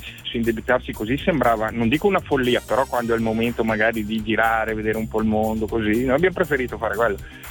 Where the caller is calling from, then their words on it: Lombardy, Italy; Provincia di Cremona.